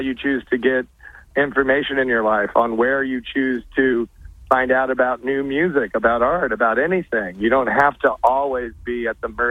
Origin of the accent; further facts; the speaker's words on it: United States; I'm an American